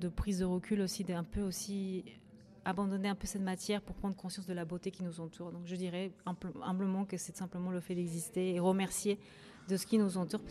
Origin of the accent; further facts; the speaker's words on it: Bolivia; now in Paris, France; plutôt bien sûr de mon pays d'origine, Bolivie, mais à la fois avec un regard du fait que je vis aussi à Paris.